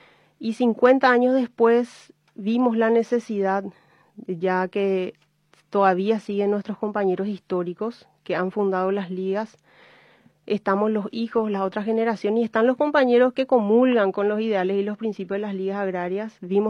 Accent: Misiones, Paraguay; Nosotros en Misiones, yo soy de Misiones, ¿verdad? … uno de los fundadores de las Ligas Agrarias Cristianas

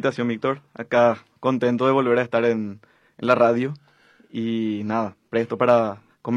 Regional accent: Areguá, Central, Paraguay; Me gusta presentarme como aregüeño, principalmente. Me crié toda mi vida en Areguá. Mi familia es de Isla Valle. Tenemos mucho arraigo en la ciudad, mucho arraigo con los vecinos, con los amigos. Tengo 30 años.

